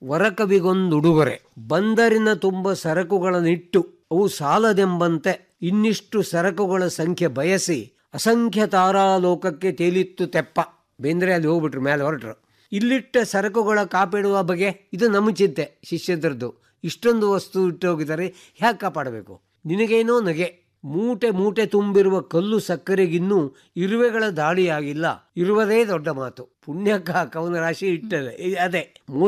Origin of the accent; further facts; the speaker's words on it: Karnataka, India; ನಾನು ಮಲೆನಾಡಿನಲ್ಲಿ ಹುಟ್ಟಿ ಬೆಳೆದಂಥ ವ್ಯಕ್ತಿ